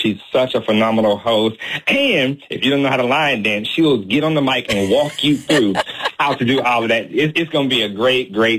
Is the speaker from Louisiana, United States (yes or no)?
yes; New Orleans, Louisiana, United States; now in Prince George's County, United States; I grew up in New Orleans